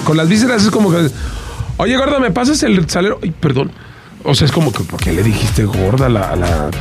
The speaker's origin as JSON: {"language": "Spanish", "town": "Monterrey", "region": "Nuevo León", "country": "Mexico", "said": "Yo soy de Monterrey, los de Monterrey sí hablamos."}